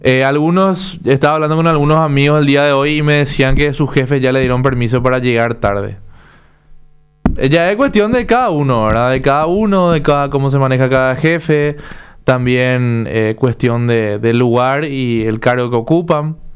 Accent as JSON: {"language": "Spanish", "country": "Paraguay"}